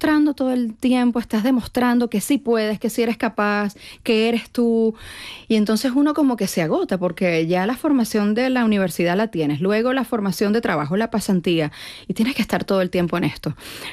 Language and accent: Spanish; Venezuela; now in Madrid, Spain; pienso que extrañaría mucho el ritmo español, el ritmo madrileño, muchas cosas de aquí, pero al mismo tiempo estando aquí extraño Venezuela, pero resulta que la etapa que dejé no es la misma.